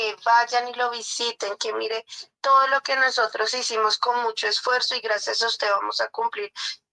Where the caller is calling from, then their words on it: Bogotá, Colombia; lo estoy llamando desde acá, desde Bogotá, desde el barrio